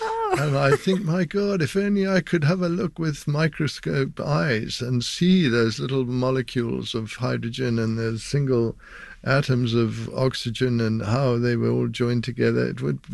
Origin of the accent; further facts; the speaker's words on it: Zimbabwe; Well, this is where it all began, of course. I come from Zimbabwe, and I went to school there.